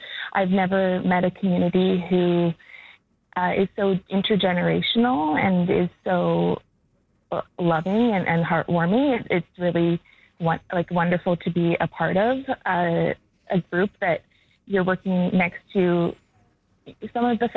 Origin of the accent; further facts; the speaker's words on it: Vancouver, British Columbia, Canada; As a fifth generation Japanese Canadian growing up in Vancouver, Powell Street Festival has always been that home base for my family